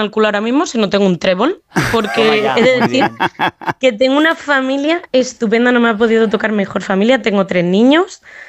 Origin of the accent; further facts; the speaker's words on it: Extremadura, Spain; accent: Madrid; also born or lived in Madrid; now in Ireland; Pues es que el acento es un poco tirando de Madrid, porque nací en Madrid, pero soy extremeña y defiendo mucho mi orgullo extremeño.